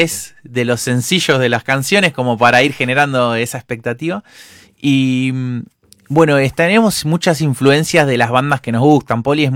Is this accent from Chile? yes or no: no; Castelar, Buenos Aires Province, Argentina; also born or lived in Haedo; el oeste, pero a los 4 años ya estaba viviendo en Castelar. Así que fui ahí al colegio, secundaria, todo.